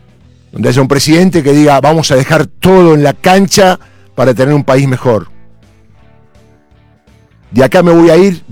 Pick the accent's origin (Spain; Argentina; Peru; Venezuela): Argentina; Somos argentinos.